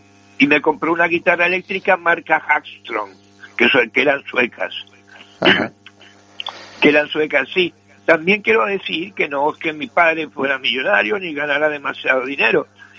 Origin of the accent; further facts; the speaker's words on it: Madrid, Community of Madrid, Spain; born there; cuando llegué aquí de vuelta, pues, nací en Madrid, cuando yo llegué de vuelta aquí en el año 68